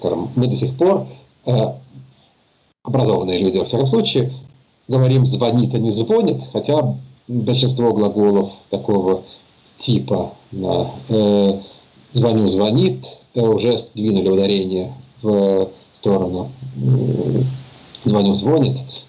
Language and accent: Russian; Serbia; first language Serbian; Russian is a second language; естественно, понимаю все, что говорится по-хорватски, по-боснийски, по-черногорски, да, считая при этом, что мой родной язык сербский.